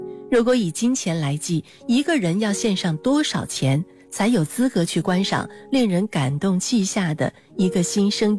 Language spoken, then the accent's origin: Chinese; China; 作为一个中国人，我更能接受的是前一种态度